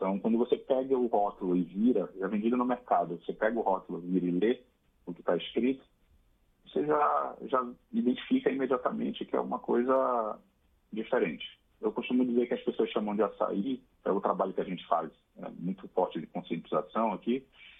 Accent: Pará, Brazil; em especial a do Pará. Então, é de onde eu vim, que amo de paixão esse estado.

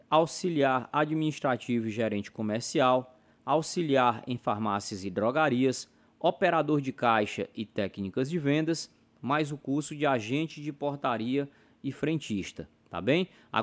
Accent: Teresina, Piauí, Brazil; Eu sou natural de Teresina, no Piauí.

